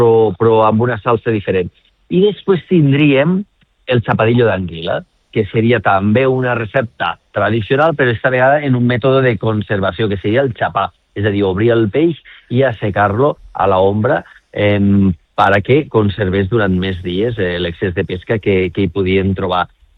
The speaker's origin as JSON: {"language": "Catalan", "town": "L'Aldea", "region": "Catalonia", "country": "Spain", "tie": "born there", "said": "un punt que per a mi és important perquè jo vaig néixer a l'Aldea, per tant és un punt emblemàtic."}